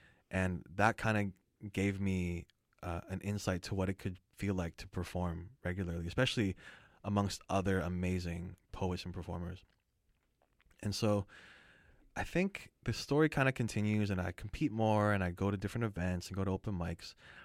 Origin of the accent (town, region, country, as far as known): Surrey, British Columbia, Canada; born or raised there; also born or lived in Vancouver